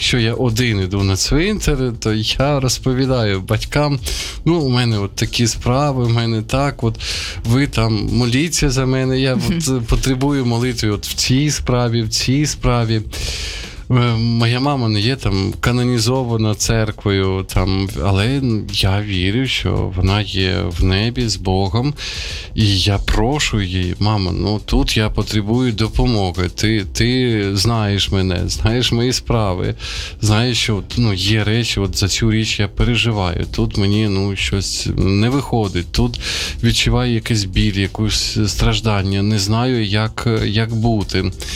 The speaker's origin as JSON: {"language": "Ukrainian", "town": "Sumy", "region": "Sumy Oblast", "country": "Ukraine", "tie": "born or raised there", "moved": "yes", "said": "буквально тільки вчора повернувся ввечері із Сум, моє рідне місто, там мої батьки також поховані."}